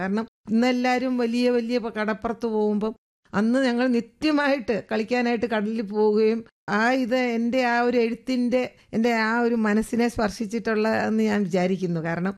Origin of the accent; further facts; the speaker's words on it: Pallana, Kerala, India; ഞാൻ ജനിച്ചത് 1953 March 17 ആലപ്പുഴ ജില്ലയിലെ പല്ലന എന്ന ഗ്രാമത്തിലാണ്. മനോഹരമായ ഒരു ഗ്രാമമാണ് പല്ലന. കുമാരനാശാന്റെ റെഡീമർ ബോട്ട് മുങ്ങിയ കുമാരകോടി ഓട് വളരെ അടുത്ത് കിടക്കുന്ന ഒരു ഗ്രാമമാണ് പല്ലന.